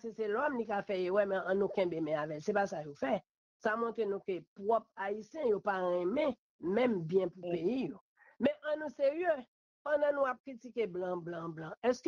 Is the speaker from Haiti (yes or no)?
yes; Haiti; Et je ne pas croire que c'est seul président ici, en tant que haïtien seulement, que nous gagnons.